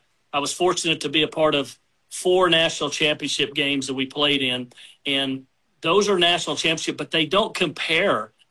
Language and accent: English; Midwest City, Oklahoma, United States; as a little kid growing up in Midwest City with obviously my brother Mike, sister Carrie, mom and dad.